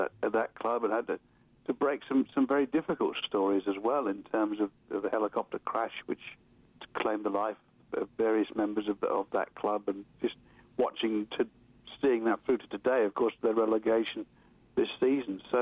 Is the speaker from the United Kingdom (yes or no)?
yes; England, United Kingdom; You know, I'm from England. It's a national game.